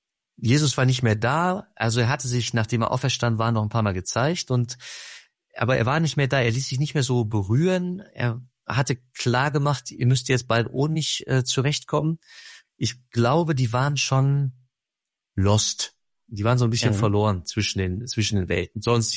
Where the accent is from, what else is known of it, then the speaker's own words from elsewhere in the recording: Rade, Germany; Ich bin gerade bei meinen Eltern und also in Rade in meiner Heimat